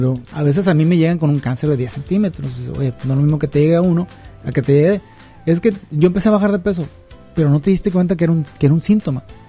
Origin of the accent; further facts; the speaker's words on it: Mexico; Me empieza a doler el pecho, ahorita se me va a quitar, como buen mexicano, me tomo un paracetamol